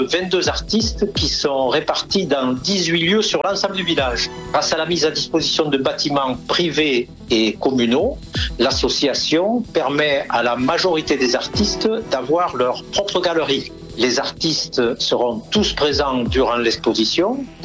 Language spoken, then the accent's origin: French; Roques, Occitanie, France; Je suis natif du village de Roques